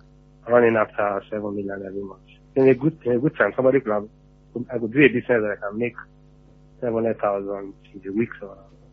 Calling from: Nigeria; I'm calling from Mania.

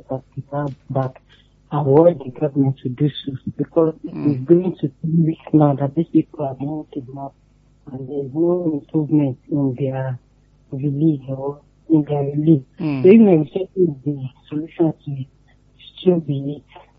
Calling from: Osun, Nigeria; from Osun.

